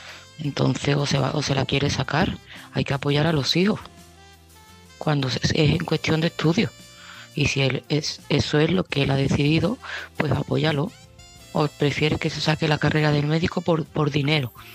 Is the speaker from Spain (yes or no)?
yes; Seville, Andalusia, Spain; de Sevilla y este mensaje para Fernando.